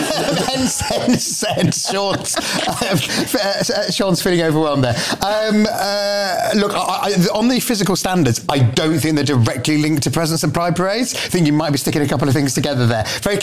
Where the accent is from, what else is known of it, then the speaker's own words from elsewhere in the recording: North West England, United Kingdom; I'm from Greater Manchester like you, Patrick.